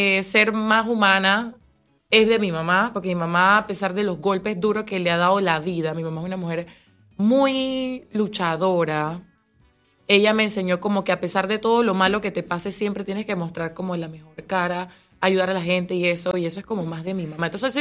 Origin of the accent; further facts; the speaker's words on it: Panama; born there; Yo nací aquí en Panamá.